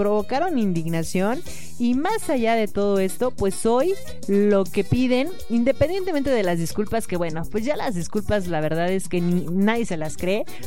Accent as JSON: {"language": "Spanish", "country": "Mexico", "said": "porque aparte para nosotros como mexicanos los adultos mayores nos echan la mano en muchos aspectos, y más en México"}